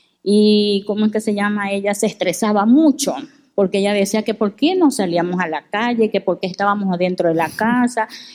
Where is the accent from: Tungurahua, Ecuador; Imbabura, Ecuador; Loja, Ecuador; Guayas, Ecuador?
Guayas, Ecuador; Daule; Me dieron el pase aquí a Guayaquil porque yo soy de Daule.